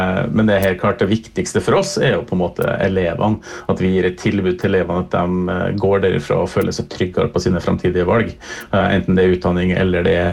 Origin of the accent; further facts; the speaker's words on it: Kristiansund, Møre og Romsdal, Norway; also born or lived in Trondheim; Jeg er jo selv fra Kristiansund